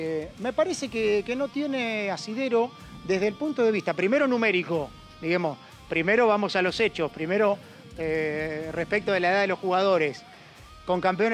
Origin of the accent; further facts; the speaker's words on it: Olavarría, Buenos Aires Province, Argentina; Recién estaba hablando con unos amigos de Olavarría y se los dije y se reían, pero es verdad. Mi ciudad natal, mi querida ciudad natal, tiene más movimiento en el centro que esta Kansas City.